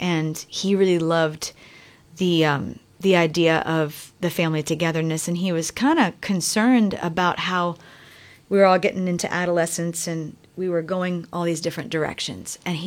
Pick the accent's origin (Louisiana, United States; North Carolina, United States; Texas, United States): Louisiana, United States; also born or lived in North Dakota; And then we're from Louisiana, but my dad took this job working in North Dakota and teaching flight school at UND, the University of North Dakota.